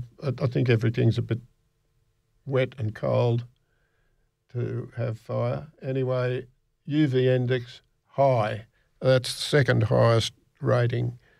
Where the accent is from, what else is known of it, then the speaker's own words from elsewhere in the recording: Scotland, United Kingdom; I do that anyway because I'm Scottish and I don't like having to spend money.